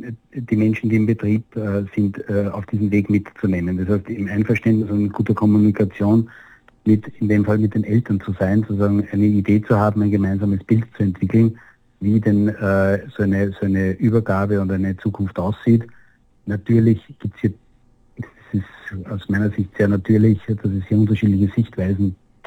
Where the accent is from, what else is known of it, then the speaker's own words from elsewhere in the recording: Lower Austria, Austria; Ich bin im Waldviertel aufgewachsen, in der Tischlerei groß geworden.